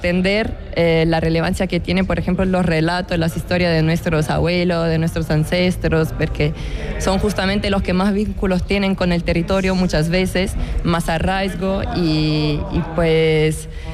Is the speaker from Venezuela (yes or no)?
no; Adriatic coast, Italy; Spanish is a second language; tengo 26 años y soy de Italia. Vengo de un pueblo muy chiquito en la costa este, en la costa adriática de Italia.